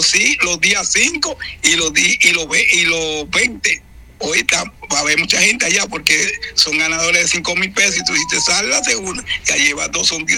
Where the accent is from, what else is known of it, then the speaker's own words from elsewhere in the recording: Santiago, Dominican Republic; soy una figura de Santiago, de República Dominicana.